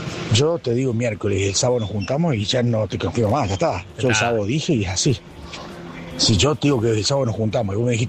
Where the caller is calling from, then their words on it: Córdoba, Argentina; yo soy de Córdoba